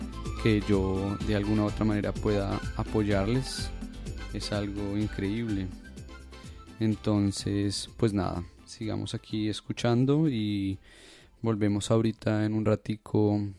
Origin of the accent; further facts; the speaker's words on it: Bogotá, Colombia; y ese tiempo allá me sirvió bastante para conocer también la escena local de mi territorio y pues de donde vengo, que es Bogotá.